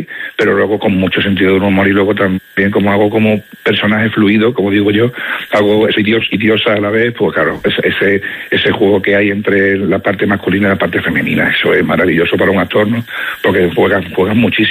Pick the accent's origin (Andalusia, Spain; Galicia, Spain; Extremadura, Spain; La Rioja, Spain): Extremadura, Spain; sobre todo somos extremeños, compañía extremeña, actores extremeños, y en Extremadura